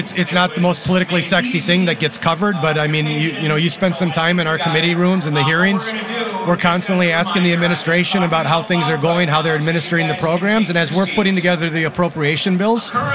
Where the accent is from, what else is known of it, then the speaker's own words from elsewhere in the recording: Minnesota, United States; we as common sense Minnesotans